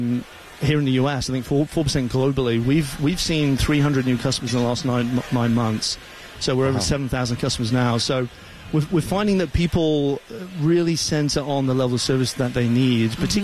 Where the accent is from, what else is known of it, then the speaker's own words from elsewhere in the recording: England, United Kingdom; I'm English